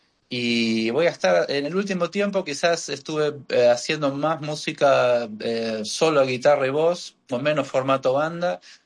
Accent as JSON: {"language": "Spanish", "region": "Buenos Aires", "country": "Argentina", "tie": "born or raised there", "also_born_or_lived": "Miami, United States", "accent": "Argentine"}